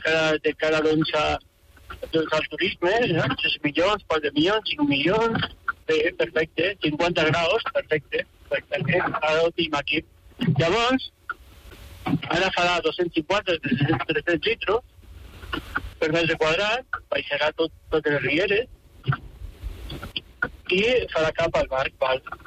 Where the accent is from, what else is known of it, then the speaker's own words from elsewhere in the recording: Bellmunt del Priorat, Catalonia, Spain; Bueno, vaig cap a Priorat, vaig a Bellmunt, sóc de Bellmunt